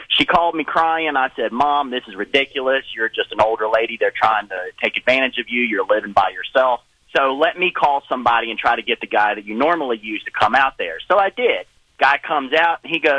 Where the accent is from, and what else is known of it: Camden, South Carolina, United States; born or raised there; moved away